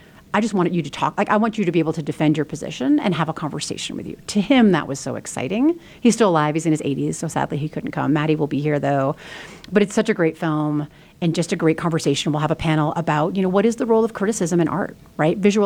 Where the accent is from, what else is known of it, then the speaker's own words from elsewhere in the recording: New York, United States; I'm a New Yorker, so, you know, got to end with my hometown, start with my current hometown, and end with my birth hometown.